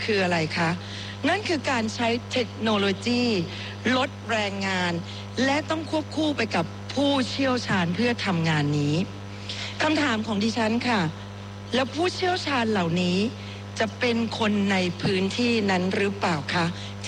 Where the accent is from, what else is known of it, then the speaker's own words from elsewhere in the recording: Phuket, Thailand; ดิฉันในฐานะชาวใต้คนหนึ่งจากจังหวัดภูเก็ต